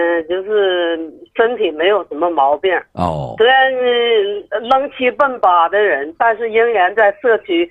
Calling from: Shenyang, Liaoning, China; 我是来自沈阳一个79岁的不算老的朋友

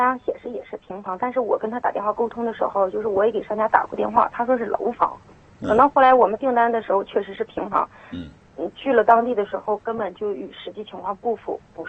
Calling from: Inner Mongolia, China; 我是内蒙古。

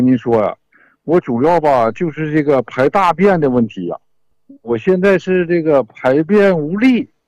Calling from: Anshan, Liaoning, China; 我是鞍山的呀，

